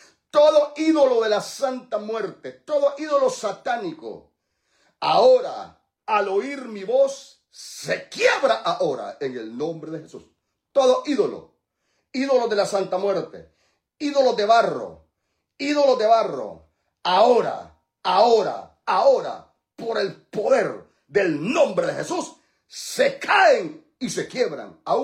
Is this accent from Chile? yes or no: no; El Salvador; now in Orange County, California, United States; Soy de en medio de Chilcuyo y Cujucuyo. No me avergüenzo decirlo. De ahí vengo. Pero ahorita estamos ubicados en el condado de Orange, California.